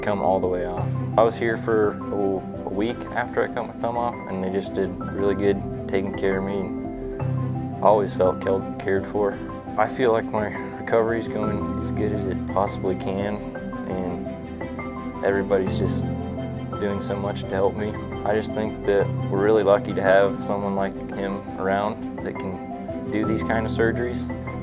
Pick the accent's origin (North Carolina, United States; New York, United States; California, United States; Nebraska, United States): Nebraska, United States; Page; I'm from Page, Nebraska.